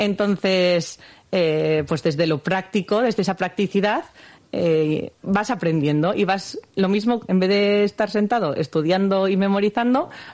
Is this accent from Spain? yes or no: yes; Gatika, Basque Country, Spain; Yo soy de Gatica, exactamente.